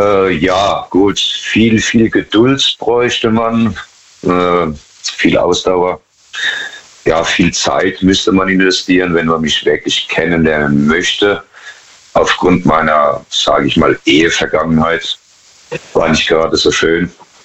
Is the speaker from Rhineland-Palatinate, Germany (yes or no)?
yes; Pirmasens, Rhineland-Palatinate, Germany; Ich bin aus der Pfalz, Pirmasens.